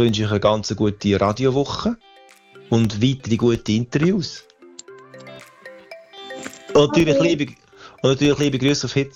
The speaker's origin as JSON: {"language": "German", "region": "Central Switzerland", "country": "Switzerland", "said": "meine Heimat ist ja die Schweiz. Und die Zentralschweiz, und das ist ja so nah alles."}